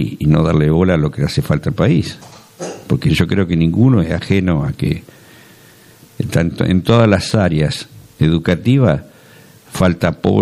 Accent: Argentina

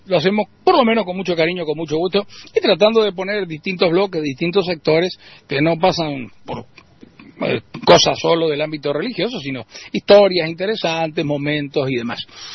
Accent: Chaco, Argentina; Te ibas a Buenos Aires, del Chaco.

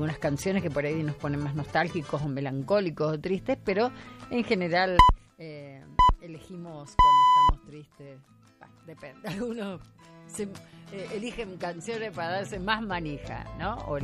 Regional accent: Las Varillas, Córdoba, Argentina; moved away as an adult; Claro, nací en Las Varillas, pero vine hace mucho años, como muchos, a estudiar periodismo y ya me quedé.

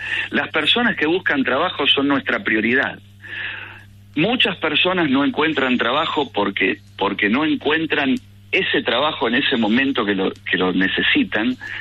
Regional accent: Argentina; tenemos que saber lo que tenemos como argentinos, tenemos que estar orgullosos de lo que tenemos como argentinos

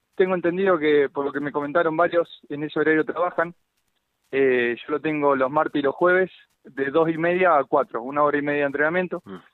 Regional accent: San Nicolás de los Arroyos, Buenos Aires Province, Argentina; moved away as an adult; also born or lived in San Clemente del Tuyú, Argentina; now in Ramallo, Argentina; yo soy de San Nicolás

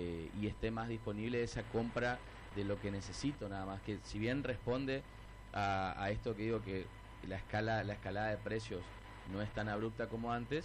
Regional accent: Argentina; orgulloso y feliz por lo que están viviendo todos nuestros compatriotas

